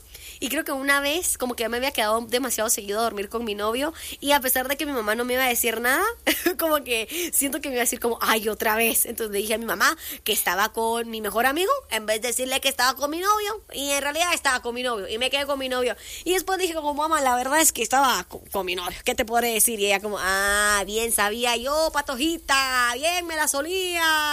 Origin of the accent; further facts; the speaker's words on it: Guatemala; como buenos chapines, somos chutes